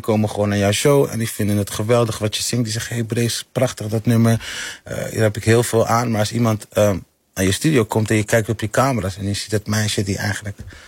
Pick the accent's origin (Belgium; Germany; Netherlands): Netherlands; Amsterdam, North Holland; Ik ben in Amsterdam-West opgegroeid.